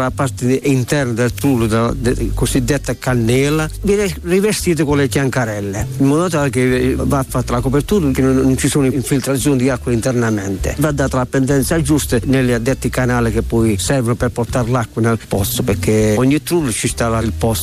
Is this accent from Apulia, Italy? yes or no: yes; Alberobello, Apulia, Italy; born there; sono nato qua ad Albero Bello